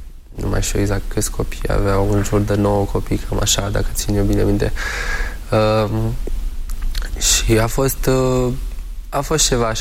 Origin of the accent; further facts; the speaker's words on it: Buciumeni, Dâmbovița, Romania; also born or lived in Pucioasa / Fieni; eu m-am născut în Pucioasa, apoi am stat, din câte mi-aduc aminte, o perioadă în Fieni, care este lângă Pucioasa, și apoi ne-am mutat, avem o casă bătrânească în Buciumeni, în localitatea Buciumeni.